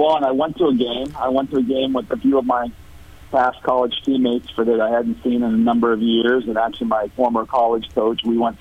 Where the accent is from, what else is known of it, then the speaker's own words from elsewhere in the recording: Blair, Nebraska, United States; So I grew up in just outside of Omaha, town of Blair, Nebraska is my hometown. Still have family in that area, but this part of the country has always been, kind of where I've been.